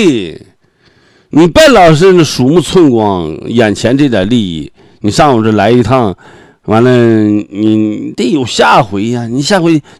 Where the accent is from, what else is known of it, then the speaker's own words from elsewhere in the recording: Northeast China, China; 我们东北人的热情